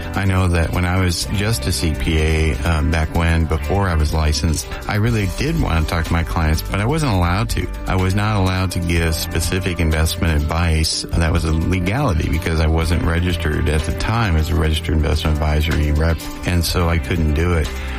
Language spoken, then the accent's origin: English; Washington, United States; I'm from Washington.